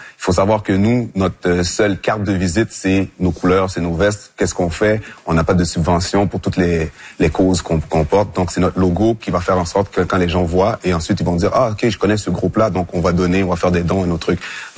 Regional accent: Montreal, Quebec, Canada; j'ai grandi à Rivière-des-Prairies

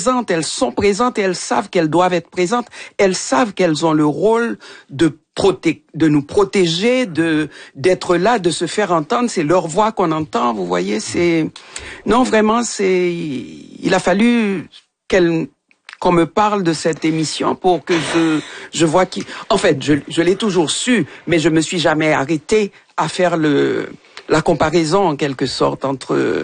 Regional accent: Haiti; moved away; Ça fait longtemps que j'ai quitté Haïti.

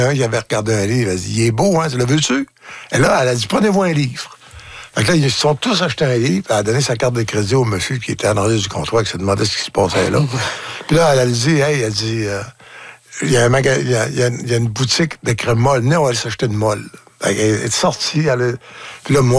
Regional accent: Falardeau, Quebec, Canada; Mais je viens de Falardeau.

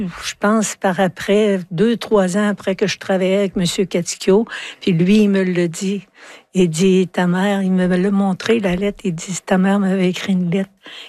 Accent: Quebec, Canada; Mais tu sais, je viens de l'Abitibi, puis je suis...

